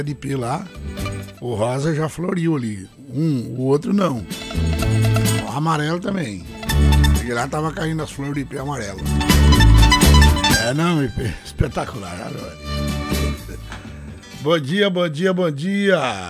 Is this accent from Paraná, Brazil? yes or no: yes; Rondon, Paraná, Brazil; born there; Eu nasci no Rondão ali, velho. Não é Marechal Cândido Rondon, não. É Rondon. Entre Paraíso do Norte e Gaúcha. Um patrimôniozinho.